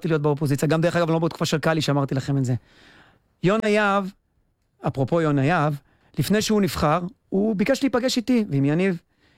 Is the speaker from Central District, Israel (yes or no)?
no; Haifa, Haifa District, Israel; אני גדלתי בנווה דוד, בית ספר התיכון שלנו עירוני א'.